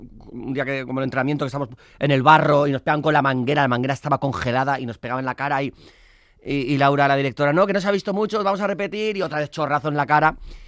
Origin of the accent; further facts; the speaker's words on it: Basque Country, Spain; Soy vasco, sí, todos los rodajes, ¡ay, qué frío! Pero si eres vasco, si eres del norte, que soy tan vasco como friolero, que conste en acta.